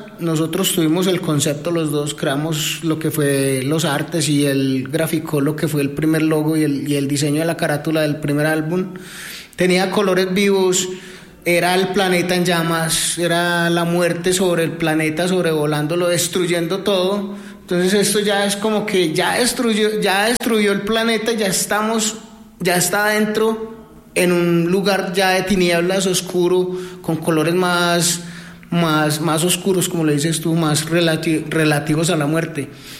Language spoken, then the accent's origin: Spanish; Colombia; Somos colombianos, pero también somos banda americana, porque la banda nació en Estados Unidos.